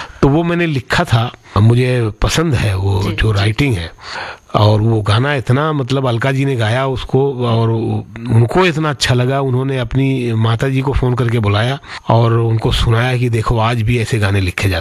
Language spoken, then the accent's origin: Hindi; Surat, Gujarat, India; now in Mumbai, India; तो मैं सूरत से मुंबई आ गया 2001 फरवरी में